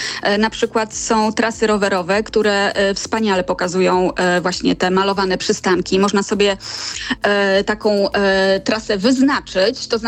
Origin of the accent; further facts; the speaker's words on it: Warmian-Masurian Voivodeship, Poland; bo ja pochodzę tutaj z Warmii